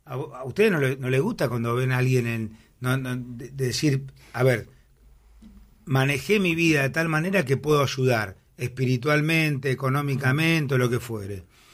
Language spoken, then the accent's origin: Spanish; Argentina; mirá vos lo que somos los argentinos